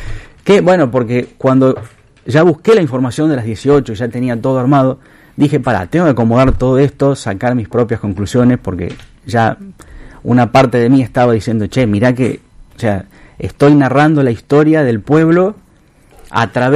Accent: Freyre, Córdoba, Argentina; el libro del centenario de mi pueblo, de Freire, que tiene 40 años. Freire es un pueblo que ya tiene 140, va a cumplir en dos meses.

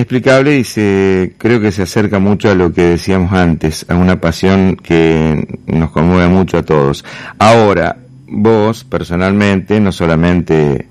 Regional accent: Santa Fe, Argentina; Yo soy tatengue, acá de Santa Fe, de Unión

